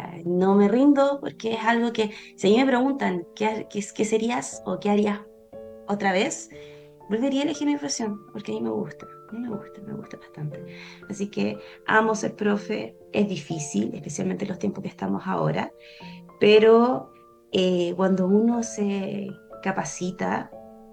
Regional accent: Santiago, Santiago Metropolitan Region, Chile; moved away as an adult; now in Chillán, Chile; Me vine a Chillán a estudiar porque soy de allá de Santiago. Me vine acá a la Universidad Adventista, bien que es una universidad confesional que está relacionada con la fe que yo profeso. Y ya llevo 15 años

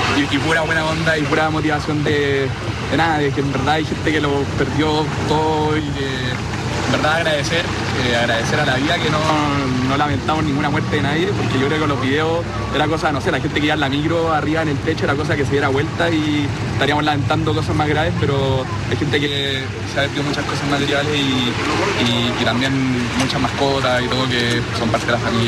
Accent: Chile; lo que nos define como chilenos

